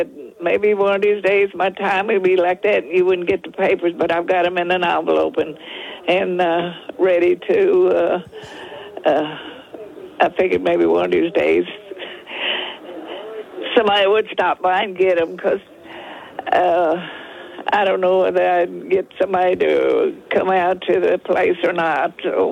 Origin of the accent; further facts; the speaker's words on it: Freiburg, Texas, United States; born there; I was born out in Freiburg, Texas. That's out in the country. And we didn't have a car until I was about 9 years old.